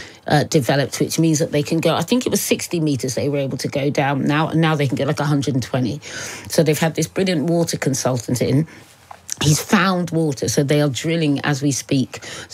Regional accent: Suffolk, East of England, United Kingdom; I'm from Suffolk

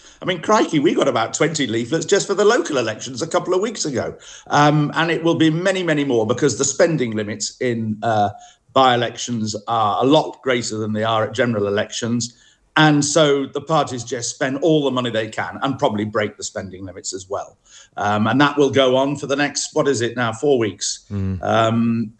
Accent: Manchester, North West England, United Kingdom; moved away; I'm a Mancunian myself, go there a lot.

